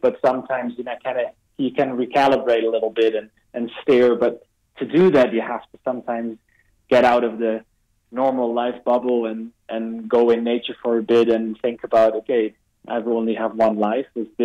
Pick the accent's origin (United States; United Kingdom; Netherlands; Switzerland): Netherlands; English is a second language; Yes. I'm from the Netherlands.